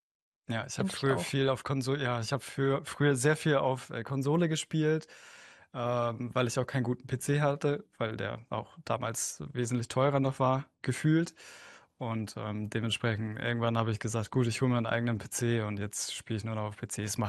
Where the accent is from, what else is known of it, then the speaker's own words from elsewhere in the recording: Schwerin, Mecklenburg-Vorpommern, Germany; Ich komme aus Schwerin, in Mecklenburg-Vorpommern.